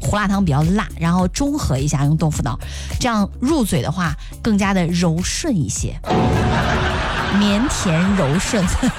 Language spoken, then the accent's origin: Chinese; Henan, China